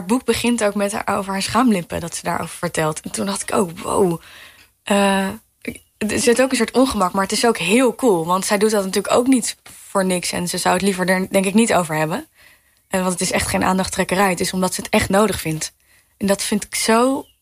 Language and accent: Dutch; Arnhem, Gelderland, Netherlands; born or raised there